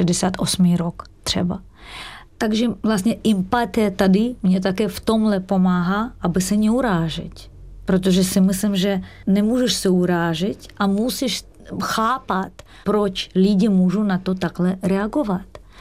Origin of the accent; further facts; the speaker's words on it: Russia; accent: Russian; Czech is a second language; now in Czech Republic; když někdo slyší můj ruský přízvuk